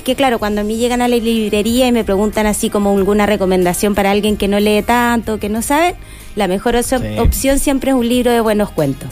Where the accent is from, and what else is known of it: Chile